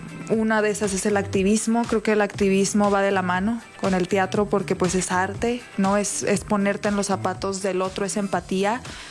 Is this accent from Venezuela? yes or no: no; Mexico; Yo creo que tenemos que, es nuestra obligación como mexicanos apoyar al talento mexicano.